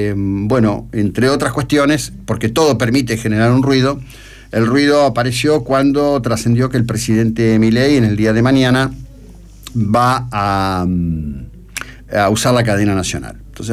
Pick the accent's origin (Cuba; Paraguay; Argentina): Argentina; Yo no soy español, soy argentino